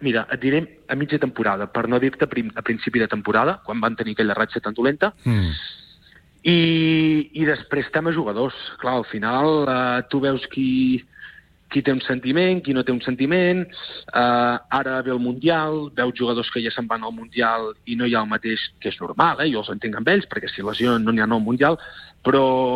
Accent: Girona, Catalonia, Spain; jo com a gironí

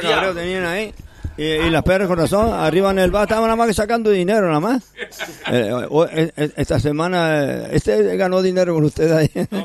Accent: Agüimes, Canary Islands, Spain; born there; Agüime es mi sitio. Agüime es mi pueblo.

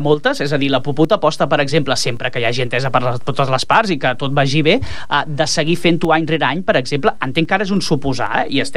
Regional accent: Palafolls, Catalonia, Spain; els que som de Palafolls ho sabem

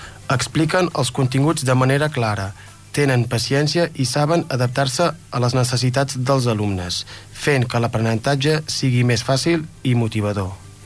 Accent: Vic, Catalonia, Spain; soc de Vic i soc alumne de GES al centre CFA Martí i Pol de Manlleu.

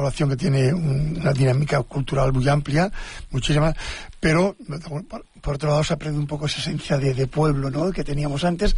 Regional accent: Asturias, Spain; Yo soy asturiano.

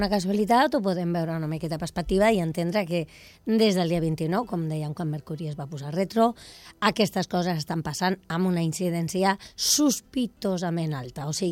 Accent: Mataró, Catalonia, Spain; que jo soc de Mataró, ja ho saps.

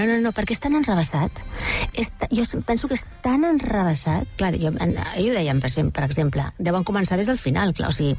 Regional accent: Catalonia, Spain; jo penso en català, jo soc catalana

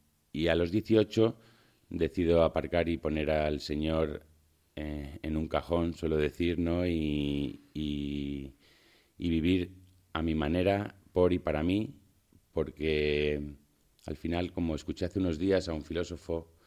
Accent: Madrid, Community of Madrid, Spain; born there; Porque yo nací en Madrid, aunque mi familia viene del norte, de Bilbao, y las raíces de mi madre también son del norte. Siempre hemos tenido la familia, la base en Madrid.

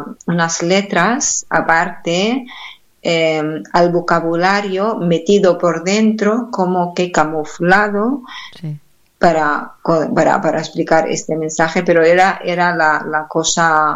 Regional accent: Palestine; moved away as an adult; now in Catalonia, Spain; yo decía soy palestina, from Palestine

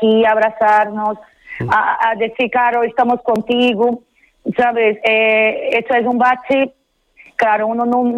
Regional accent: São Luís, Maranhão, Brazil; Spanish is a second language; moved away as an adult; now in Spain; Sí, soy de Brasil, pero bien. Hace 20 años que estoy aquí

